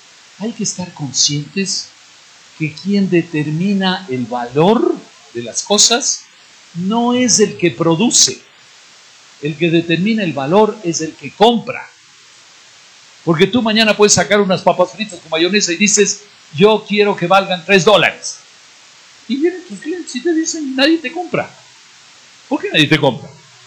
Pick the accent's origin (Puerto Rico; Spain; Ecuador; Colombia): Ecuador; los ecuatorianos